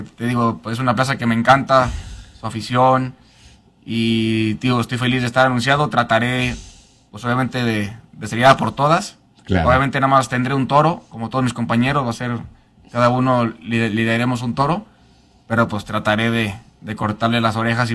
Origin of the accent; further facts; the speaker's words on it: Aguascalientes, Mexico; toreé en la feria de San Marcos también, ahí en mi tierra